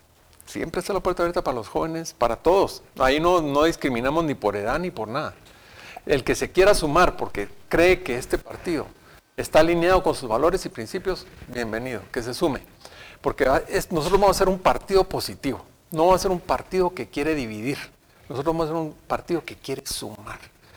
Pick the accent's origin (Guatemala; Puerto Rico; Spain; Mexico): Guatemala